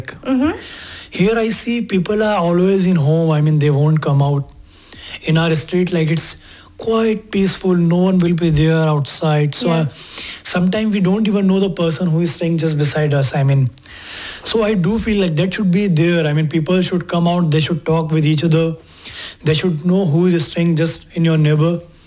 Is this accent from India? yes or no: yes; India; moved away as an adult; now in Germany